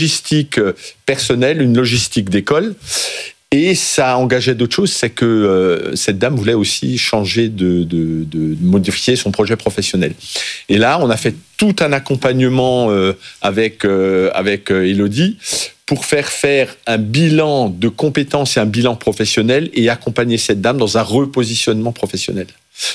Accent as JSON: {"language": "French", "region": "Grand Est", "country": "France", "said": "moi, je suis particulièrement fier en tant qu'Alsacien de cet aéroport"}